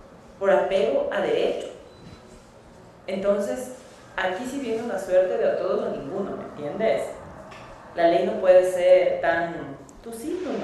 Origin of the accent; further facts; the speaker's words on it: Ecuador; lo que queremos todos como ecuatorianos